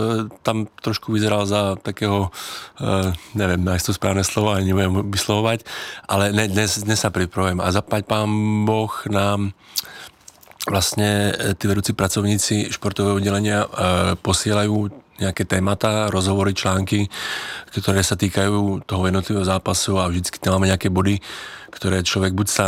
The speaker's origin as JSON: {"language": "Czech", "town": "Košice", "region": "Košice Region", "country": "Slovakia", "said": "tak hovorím, no, akože odkiaľ si, alebo to hovorím, že já jsem z Košic, no tak to ani náhodou."}